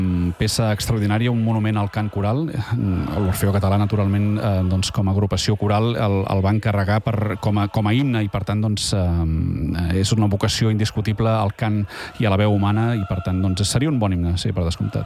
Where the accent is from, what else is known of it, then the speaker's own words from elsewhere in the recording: Catalonia, Spain; com a catalans